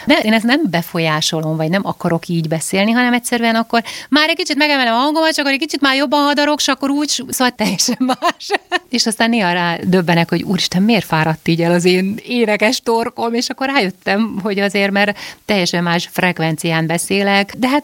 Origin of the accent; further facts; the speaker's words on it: Székely Land, Romania; now in Budapest, Hungary; én mesélek ugye az otthonomról, Székelyföldről